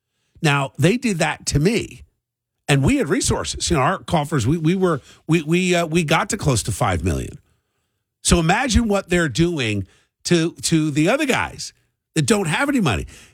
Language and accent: English; New Jersey, United States; I have some pride in growing up in New Jersey